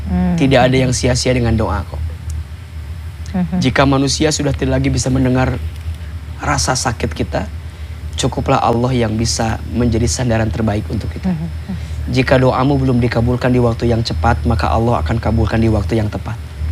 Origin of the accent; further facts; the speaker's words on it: Garut, West Java, Indonesia; moved away; kita orang kampung, orang desa gitu. Dulu saya orang Garut